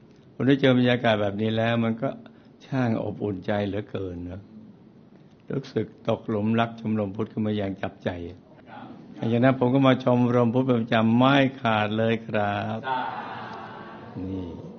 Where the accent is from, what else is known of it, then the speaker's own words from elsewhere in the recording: Yala, Thailand; born there; ผมเกิดที่เมืองยะลาย